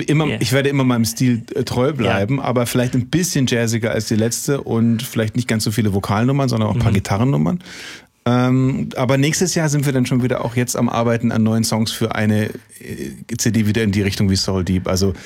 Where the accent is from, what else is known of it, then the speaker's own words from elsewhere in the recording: Bavaria, Germany; moved away; ich bin auch Exilfranke